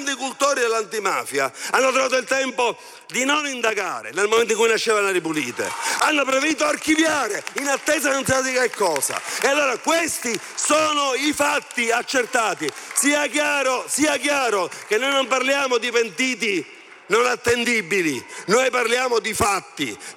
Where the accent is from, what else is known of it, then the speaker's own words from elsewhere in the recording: Palermo, Sicily, Italy; personalmente io conosco da palermitano